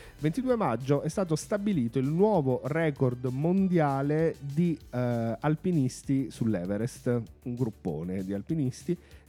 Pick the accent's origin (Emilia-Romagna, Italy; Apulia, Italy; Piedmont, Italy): Apulia, Italy; sono pugliese.